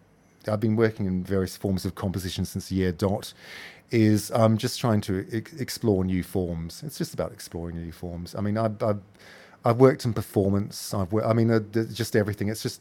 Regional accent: New Zealand; now in Australia; I'm the rep in Australia, but I'm actually a New Zealander, you know, which I think is quite.

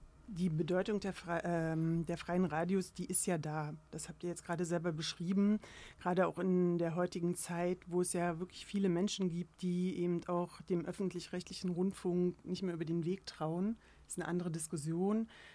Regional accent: Cottbus, Brandenburg, Germany; now in Berlin, Germany; Ich bin ja selber in Brandenburg aufgewachsen, in Cottbus, wohne jetzt seit 1998 in Berlin-Pankow.

